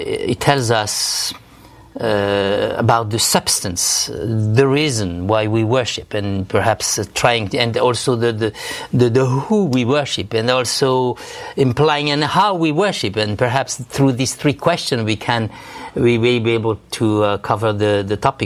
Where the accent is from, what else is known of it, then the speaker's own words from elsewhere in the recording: Algeria; I was born in the south. I was born in Algeria, in a Mediterranean country, when it was a French colony at that time.